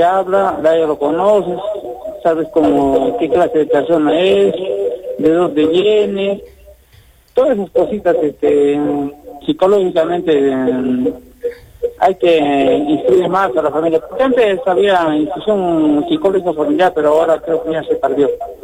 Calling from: Arequipa, Peru

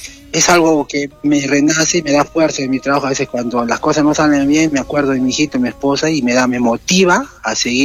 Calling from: Paucarpata, Arequipa, Peru; Paucarpata

